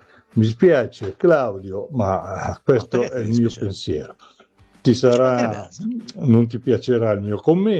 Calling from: Varese, Lombardy, Italy

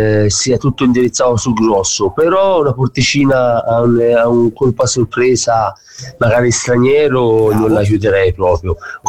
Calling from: Massa Marittima, Tuscany, Italy; da Massa Marittima.

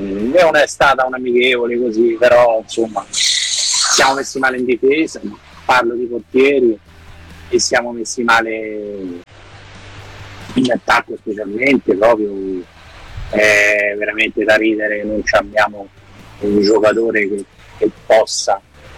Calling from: Rome, Lazio, Italy

